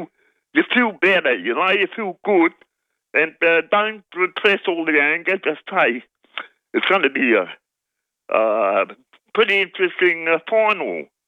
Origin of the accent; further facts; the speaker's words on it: Amsterdam, North Holland, Netherlands; English is a second language; now in Australia; Oh, well, I tell you, I grew up in Amsterdam and it's, Holland still, the people are still living and...